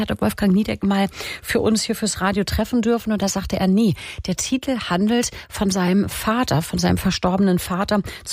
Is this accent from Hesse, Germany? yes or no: no; Schleswig-Holstein, Germany; Man versteht dann Kölsch als Schleswig-Holsteiner ja kaum